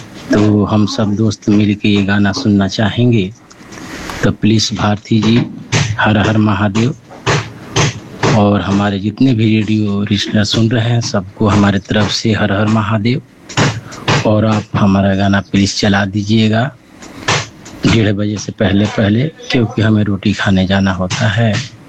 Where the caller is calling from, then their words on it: Gopalganj district, Bihar, India; घर बस जिला भागरखाप, जिला गोपालगंज बिहार, पुलिस लाइन से, और इस टाइम मैं राधिका गारमेंट में अपना सर्विस दे रहा हूँ।